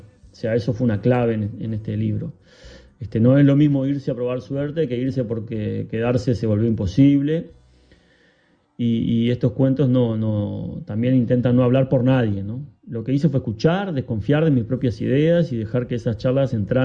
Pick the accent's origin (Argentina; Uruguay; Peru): Uruguay; Mercedes, Soriano; moved away; yo, que soy del interior, de Mercedes, de ahí salí cuando me tocó irme.